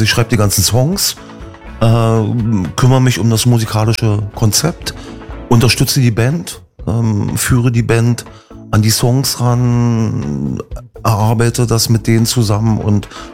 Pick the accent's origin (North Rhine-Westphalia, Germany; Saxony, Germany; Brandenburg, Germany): Brandenburg, Germany; Finsterwalde; now in Potsdam, Germany; Potsdam ist seit 83 meine Heimat geworden und ich komme eigentlich aus der Sängerstadt Finsterwalde bzw. Doberlo-Kirchhain. Da hatte ich aber mit 16 alle Bands schon kaputt gespielt